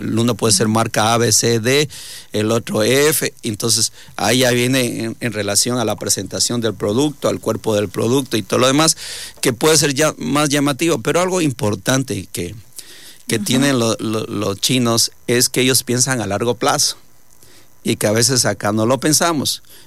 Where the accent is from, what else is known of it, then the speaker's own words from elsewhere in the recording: Ecuador; nosotros tenemos el tema como ecuatorianos